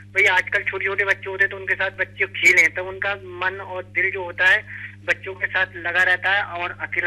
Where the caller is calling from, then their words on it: Kareli, Uttar Pradesh, India; मैं यहीं अपने गांव करेली में ही हूँ इस वक्त